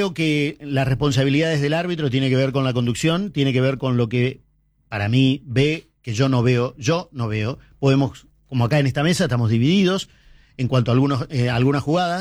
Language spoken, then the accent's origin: Spanish; Argentina; porque tachín, somos argentinos.